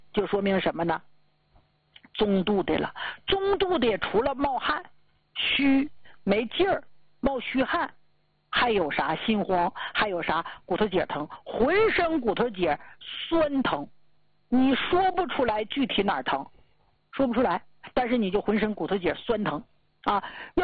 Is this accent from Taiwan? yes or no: no; Northeast China, China; 咱们东北人都知道吧